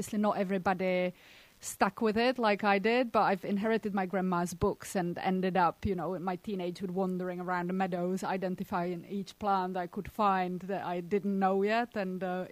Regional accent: Czechia; moved away; Well, I grew up in a country that this was still part of daily living. So I was born in communism in Eastern Europe, in Czechoslovakia back then, now Czech Republic.

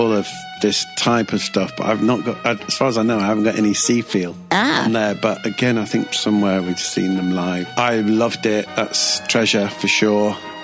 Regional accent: Sheffield, Yorkshire and the Humber, United Kingdom; because that was set up in my hometown.

